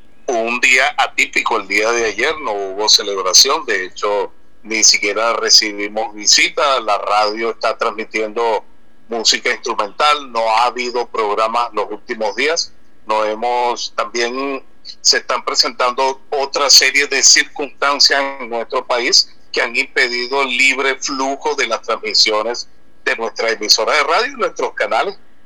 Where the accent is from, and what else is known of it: Venezuela